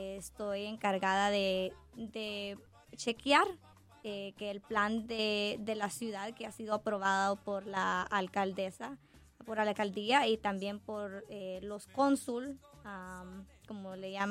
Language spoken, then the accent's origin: Spanish; Washington, District of Columbia, United States; born there; accent: Guatemalan; also born or lived in Massachusetts; now in Maine, United States; Yo, de hecho, sí nací en el área de Washington, D.C., para la primera pregunta que usted me estaba haciendo, pero sí, soy bilingüe